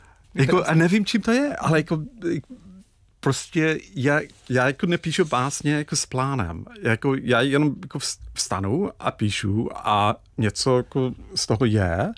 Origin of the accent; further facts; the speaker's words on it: Dublin, Leinster, Ireland; Czech is a second language; moved away as an adult; now in Czech Republic; když jsem vyrůstal v Dublinu, polovina fyzického světa bylo moře.